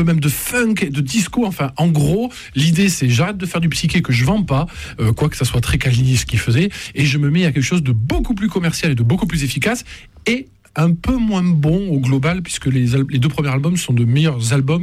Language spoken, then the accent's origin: French; Toulouse, Occitanie, France; oui on est Toulousain. Hein. Qu'est-ce que tu veux ? On va pas se l'inventer.